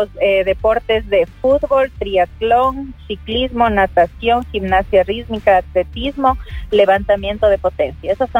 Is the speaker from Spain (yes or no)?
no; Pastaza, Ecuador; sabiendo que somos una provincia de la Amazonía y pues estamos en creciente desarrollo